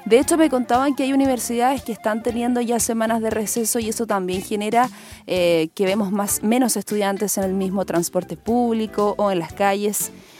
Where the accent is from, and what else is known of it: Chile